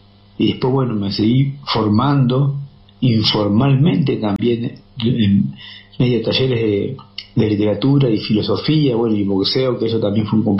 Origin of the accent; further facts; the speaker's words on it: Lomas de Zamora, Buenos Aires Province, Argentina; born there; now in General Roca, Argentina; estoy viviendo en la ciudad de General Roca, que es el Alto Valle de Río Negro. Ajá. Pero yo nací en Lomas de Zamora, yo nací entre Fiorito y Villa Albertina, que era Villa de Miseria en ese tiempo